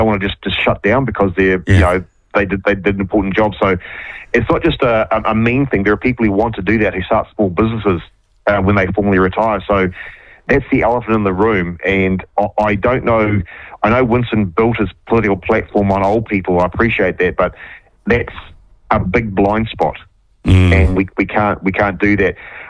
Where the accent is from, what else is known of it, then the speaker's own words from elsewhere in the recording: Waikato, New Zealand; moved away; I'm from the Waikato originally